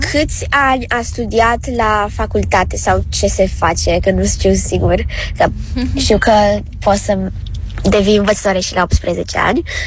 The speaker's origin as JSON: {"language": "Romanian", "region": "Bucharest", "country": "Romania", "said": "din București. Am 9 ani"}